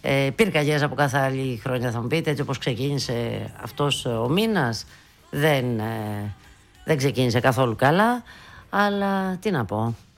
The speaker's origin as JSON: {"language": "Greek", "region": "Central Macedonia", "country": "Greece", "said": "Βλέπω και από τα μέρη τα δικά μου, είμαι από Πιερία."}